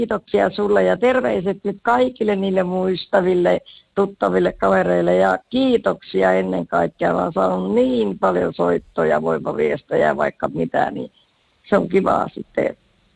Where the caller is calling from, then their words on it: Sievi, North Ostrobothnia, Finland; No nyt ollaan tällä hetkellä Oulussa, mutta kyllä mä Sievistalo lähtöisin.